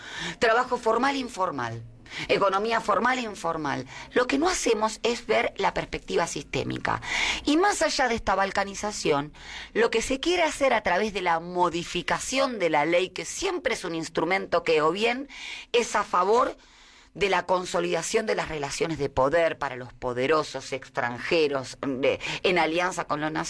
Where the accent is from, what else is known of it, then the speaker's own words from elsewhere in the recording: Argentina; Y uno puede preguntarse como argentino